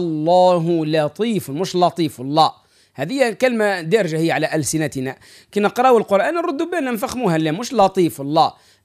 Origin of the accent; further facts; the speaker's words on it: Tunisia; accent: Tunisian; نحن في لهجتنا التونسية العادية